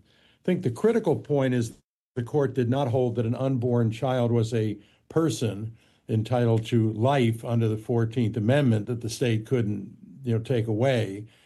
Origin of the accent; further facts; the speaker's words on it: California, United States; as in my home state of California